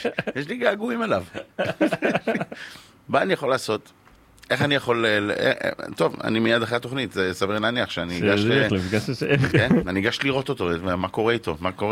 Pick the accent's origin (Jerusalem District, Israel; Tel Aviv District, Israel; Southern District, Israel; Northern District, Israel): Tel Aviv District, Israel; Bat Yam; אני ילד בת ימי, גדלתי בבת ים